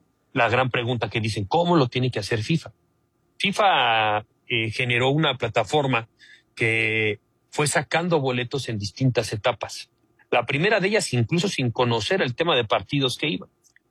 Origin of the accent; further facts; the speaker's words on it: Mexico; Lo recibimos como somos los mexicanos